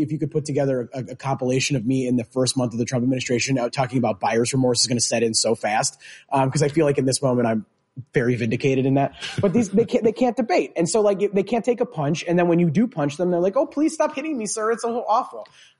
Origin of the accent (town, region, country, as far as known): Chicago, Illinois, United States